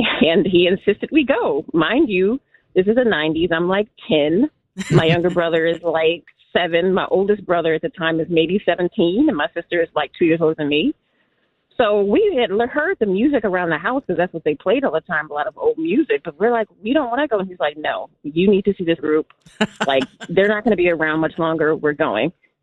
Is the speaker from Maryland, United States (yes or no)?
no; Detroit, Michigan, United States; now in Berwyn, United States; I live here in Berwyn now, but I'm from Detroit.